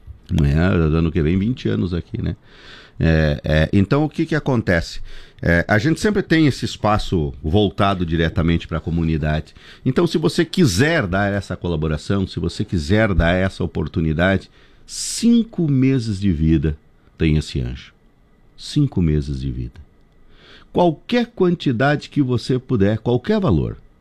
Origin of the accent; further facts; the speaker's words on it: Santa Catarina, Brazil; A minha vida de rádio no Oeste catarinense, né? No Oeste, aqui no meio Oeste, é lá na minha terra.